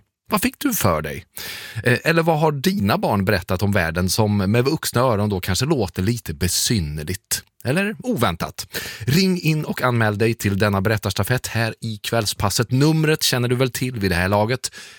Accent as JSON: {"language": "Swedish", "town": "Munkfors", "region": "Värmland", "country": "Sweden", "tie": "born or raised there", "said": "Det fanns ju inga i Munkfors där jag växte upp. Det var en stor höjdpunkt man åkte in till Karlstad."}